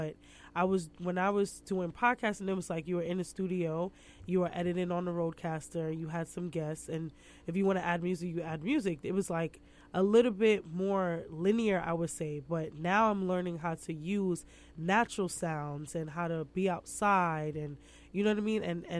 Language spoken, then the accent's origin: English; New York City, New York, United States; born there; I was born here. I was born in Brooklyn.